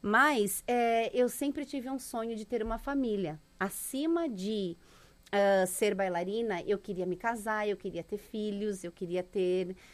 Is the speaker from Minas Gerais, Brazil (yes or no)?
no; Joinville, Santa Catarina, Brazil; E são 33 anos que eu estou aqui nessa cidade. E então faz parte da minha vida. Eu cresci em Joinville, eu cresci com Joinville.